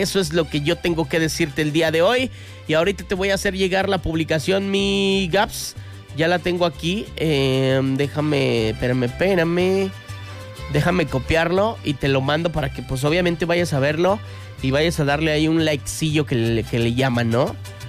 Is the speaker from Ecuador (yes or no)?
no; Mexico; Al igual que lo que tendríamos que reconocer nosotros como mexicanos